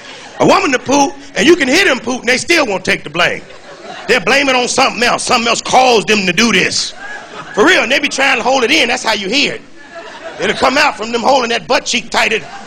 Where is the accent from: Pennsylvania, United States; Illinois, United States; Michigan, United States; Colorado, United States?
Illinois, United States; Chicago; I'm from the Midwest, I'm from Chicago. That's right, the Chi-Town where we party at.